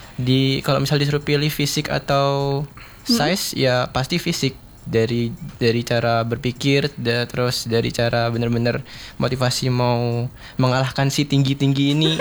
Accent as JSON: {"language": "Indonesian", "town": "Bondowoso", "region": "East Java", "country": "Indonesia", "tie": "born or raised there", "said": "Saya asli Bondowoso."}